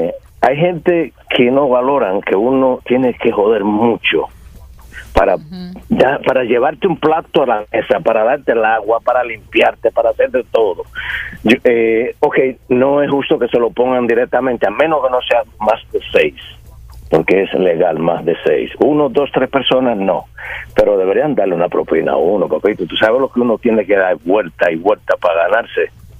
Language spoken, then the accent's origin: Spanish; Dominican Republic; Yo soy dominicano, sí.